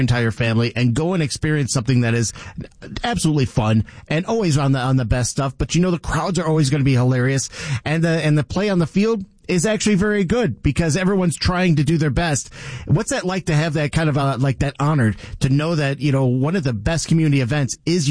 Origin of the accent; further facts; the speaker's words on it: Nevada, United States; we grew up in Southern Nevada. You know, this is a 21 and over town in many respects.